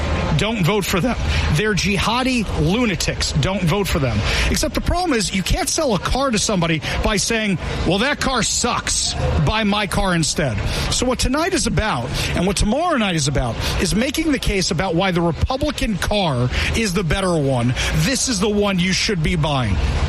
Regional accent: Seattle, Washington, United States; Every single person, when they find out I'm from Seattle, oh, I'm sorry.

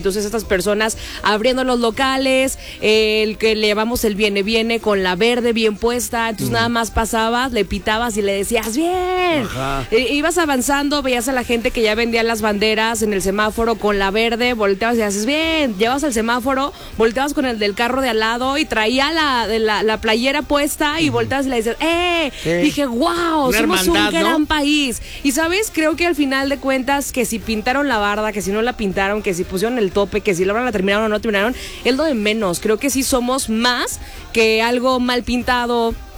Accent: Mexico; Claro, somos mexicanos, eso somos.

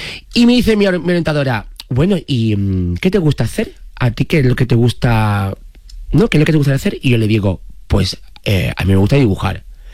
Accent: Alcalá de Azul, Andalusia, Spain; also born or lived in Cádiz / San Fernando; aunque nací en Cádiz, pero toda mi infancia la viví en Alcalá de Azul, que es un pueblo de Cádiz. Luego ya después de bachillerato y tal, me mudé a San Fernando, a la isla, a la de Cádiz.

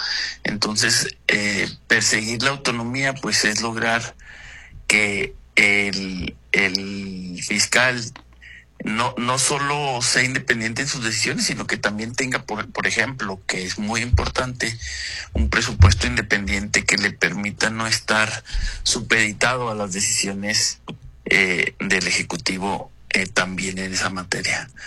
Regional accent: Ciudad Juárez, Chihuahua, Mexico; Sí, soy de Juárez.

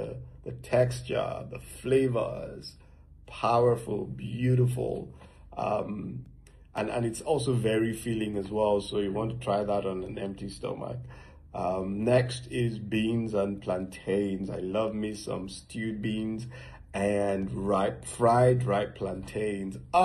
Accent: Nigeria; I am a Nigerian

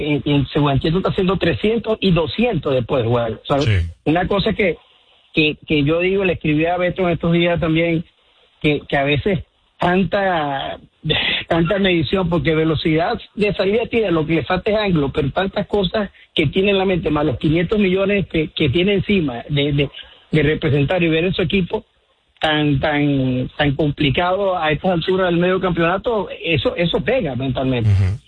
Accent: Venezuela

